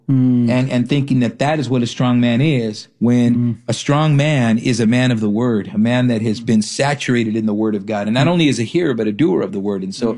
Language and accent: English; Ontario, California, United States; I grew up in Ontario in the Inland Empire.